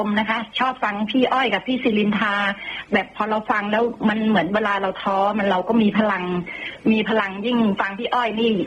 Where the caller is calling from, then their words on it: Nakhon Sawan, Thailand; อยู่กันสองตายายบ้านอยู่นครสวรรค์แล้วบ้านนี้แล้วนะบ้านนี้แล้วนะ